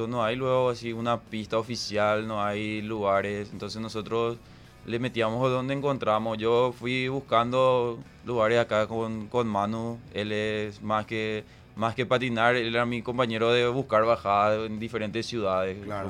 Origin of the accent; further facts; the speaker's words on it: Paraguarí, Paraguay; yo soy de Paraguarí.